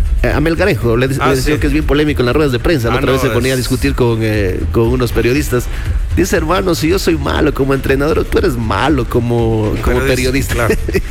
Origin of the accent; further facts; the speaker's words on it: Ecuador; Yo, como ecuatoriano